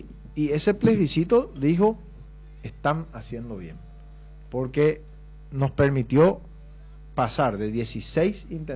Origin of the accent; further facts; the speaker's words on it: Paraguay; Más todavía nosotros que provenimos del Paraguay profundo, ¿verdad? Que somos del interior